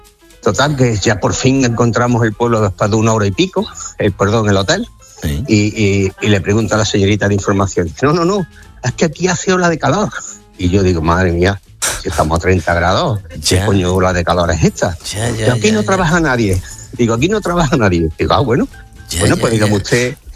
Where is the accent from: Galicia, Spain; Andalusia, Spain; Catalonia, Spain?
Andalusia, Spain; Córdoba; Y después, otro año, como yo soy de Córdoba